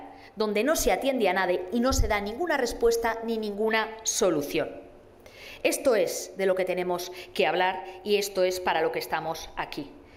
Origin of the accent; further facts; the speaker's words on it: Spain; Los españoles tenemos derecho a servicios